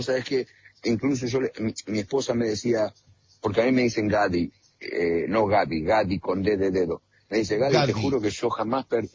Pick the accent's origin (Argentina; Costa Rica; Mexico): Argentina; Hoy somos todos Argentina, yo me encuentro con hinchas de Vélez, con hinchas de River, hablamos de todo un poco